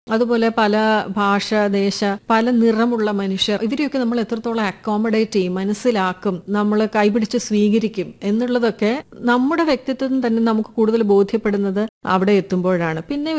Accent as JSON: {"language": "Malayalam", "town": "Kulathupuzha", "region": "Kerala", "country": "India", "tie": "born or raised there", "also_born_or_lived": "Vellayani", "moved": "as an adult", "lives_now": "Dubai, United Arab Emirates", "said": "എന്റെ കുട്ടിക്കാലം, ഞാൻ ജനിച്ച് വളർന്നത് കുളത്തുപ്പുഴ എന്ന് പറയുന്ന തെന്മലയ്ക്കടുത്തുള്ള തമിഴ്നാട് ബോർഡറായിട്ടുള്ള ഒരു പ്രദേശത്തായിരുന്നു. അപ്പൊ അത് മലകളും കുന്നുകളും പുഴകളും ഒക്കെയുള്ള ഒരു ഗ്രാമാന്തരീക്ഷമുള്ള ഒരു സ്ഥലമായിരുന്നു."}